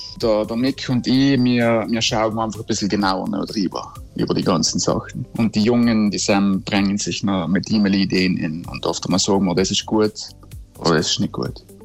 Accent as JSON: {"language": "German", "area": "Passeier Valley", "region": "Trentino-Alto Adige", "country": "Italy", "accent": "Passeier dialect", "said": "Das ist unsere Art, wie wir unsere Songs im Passaira Dialekt präsentieren."}